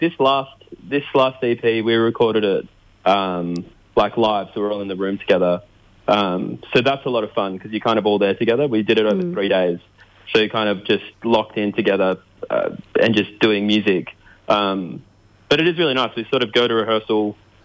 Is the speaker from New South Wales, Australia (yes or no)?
yes; Lismore, New South Wales, Australia; And I'm from Lismore